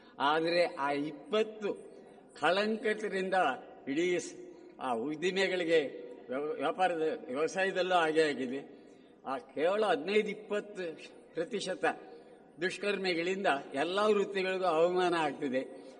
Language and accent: Kannada; Kolar district, Karnataka, India; ನಮ್ಮ ಕೋಲಾರ ಜಿಲ್ಲೆಗೆ